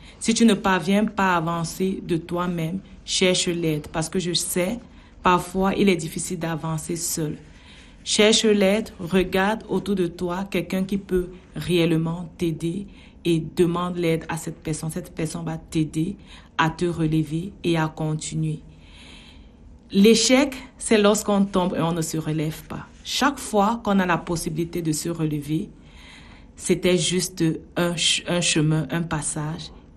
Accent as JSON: {"language": "French", "country": "Cameroon", "said": "je suis d'origine du Cameroun"}